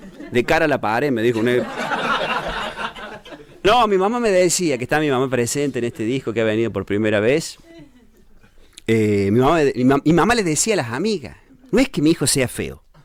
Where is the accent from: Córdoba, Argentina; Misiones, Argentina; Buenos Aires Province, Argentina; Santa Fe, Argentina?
Córdoba, Argentina; soy humorista cordobés